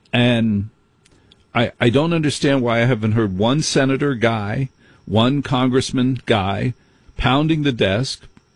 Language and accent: English; New Jersey, United States; I grew up in Jersey. How do we communicate in Jersey?